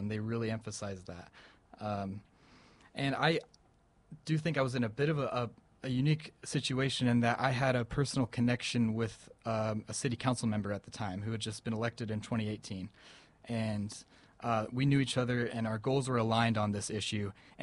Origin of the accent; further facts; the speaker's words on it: Camarillo, California, United States; that was when I began a youth-led grassroots organization in my hometown of Camarillo.